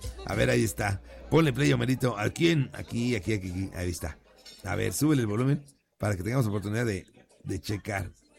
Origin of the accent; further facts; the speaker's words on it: Puerto Rico; De plano, pues sí, hablando como puertorriqueño.